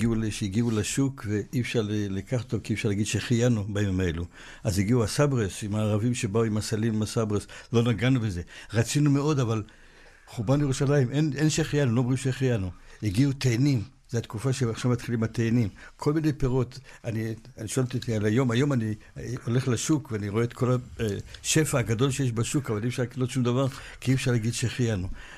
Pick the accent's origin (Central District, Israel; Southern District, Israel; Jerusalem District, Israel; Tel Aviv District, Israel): Jerusalem District, Israel; Jerusalem; אני נולדתי למעשה במאה שערים, התחתנתי, עברתי לעזרת תורה. אבל המקור שלי זה במאה שערים.